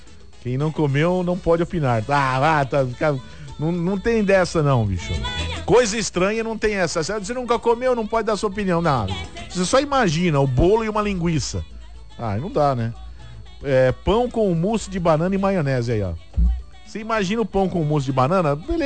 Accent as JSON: {"language": "Portuguese", "region": "São Paulo", "country": "Brazil", "moved": "yes", "said": "E olha que eu sou paulista, não tô acostumado com strudel, não. É, mas já tô aqui há 25 anos, né?"}